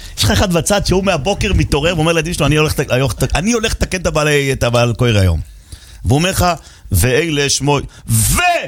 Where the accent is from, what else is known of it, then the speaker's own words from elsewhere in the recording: Jerusalem, Jerusalem District, Israel; כשהייתי ילד בבית וגן